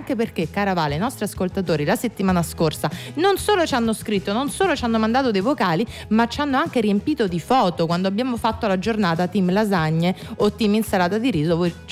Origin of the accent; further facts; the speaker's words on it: Salerno, Campania, Italy; sono di Salerno